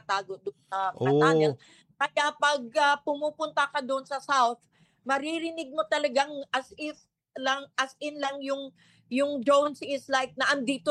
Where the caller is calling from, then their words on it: Lebanon; Good afternoon po, sir, dyan sa inyo sa Pilipinas at magandang umaga po dito sa amin sa Lebanon.